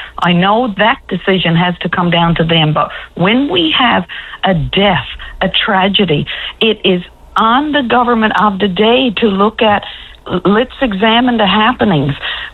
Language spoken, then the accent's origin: English; Charlottetown, Prince Edward Island, Canada; And in recent years, she shared her time really between Norman Bay and my hometown of Charlottetown.